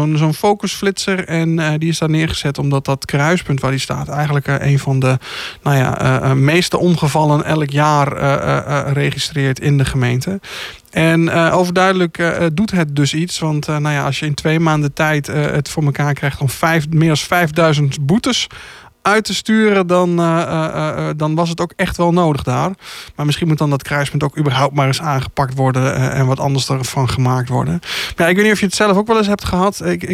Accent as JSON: {"language": "Dutch", "region": "Gelderland", "country": "Netherlands", "tie": "born or raised there", "said": "Ik kom uit de regio, ik kom uit de Achterhoek."}